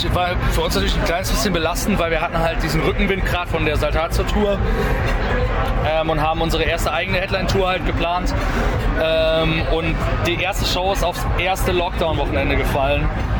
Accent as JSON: {"language": "German", "region": "Saarland", "country": "Germany", "said": "Also wir sind ja aus dem Saarland und im Saarland gibt es, glaube ich, eine Stadt, die jeder kennt, ist Saarbrücken."}